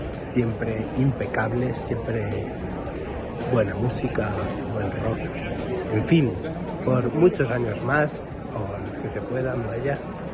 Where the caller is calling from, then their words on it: Madrid, Community of Madrid, Spain; desde Madrid.